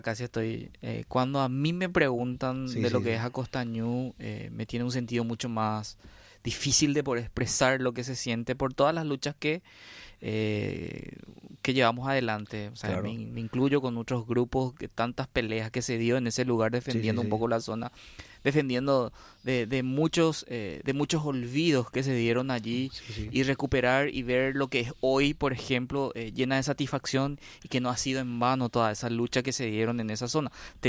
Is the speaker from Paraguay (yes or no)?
yes; Paraguay